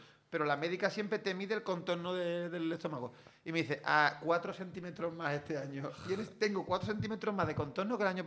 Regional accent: Cádiz, Andalusia, Spain; moved away; Yo soy de Cádiz capital. Se puede ser de Cádiz provincia, de Jerez, San Fernando o de Cádiz capital. Yo soy de Cádiz capital. Entonces soy de Cádiz, Cádiz.

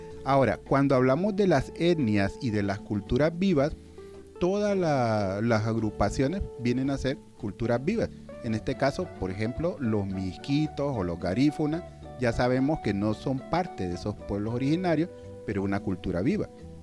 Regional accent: Honduras

